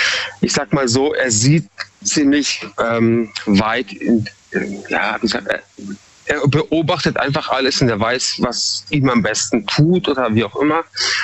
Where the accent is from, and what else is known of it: Munich, Bavaria, Germany; now in Freiburg, Germany